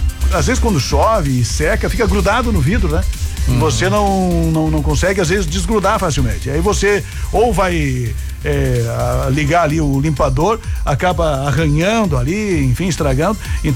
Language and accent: Portuguese; Carazinho, Rio Grande do Sul, Brazil; moved away; Eu trabalhei lá em Carazinho, na minha terra natal, né? Belíssima Carazinho.